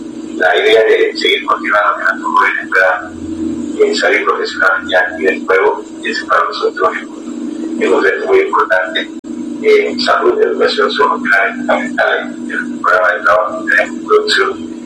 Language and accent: Spanish; Cuevo, Santa Cruz, Bolivia; del municipio, mi pueblo